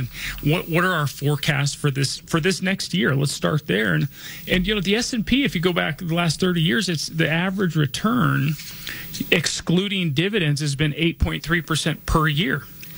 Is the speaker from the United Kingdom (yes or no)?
no; Denver, Colorado, United States; I was born and raised here in Denver, and I went to Cherry Creek High School. I grew up, I went to Holly Hills Elementary School, grew up close to, Hamden and I-25.